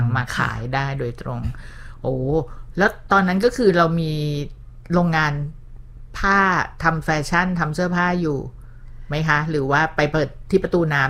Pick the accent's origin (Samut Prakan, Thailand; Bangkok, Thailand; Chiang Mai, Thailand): Samut Prakan, Thailand; อ้าวเด็กสมุทรปราการเหมือนกัน